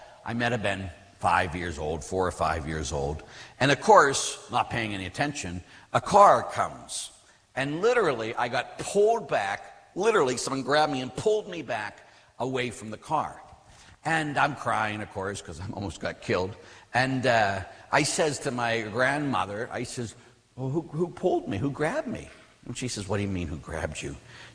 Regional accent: Pittsburgh, Pennsylvania, United States; when I was a kid, I grew up in Pittsburgh, as we all know, and I was at my grandmother's house. Now, in the north side of Pittsburgh, houses are like row houses and different things.

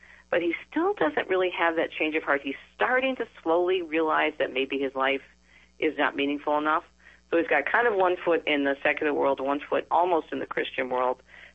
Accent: Detroit, Michigan, United States; also born or lived in Umbria, Italy; you come back here to my hometown of Metro Detroit, and there's, you know, it's a very, very busy area

